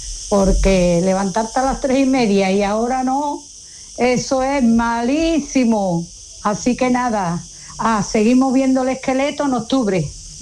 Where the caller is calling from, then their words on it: Seville, Andalusia, Spain; de Sevilla.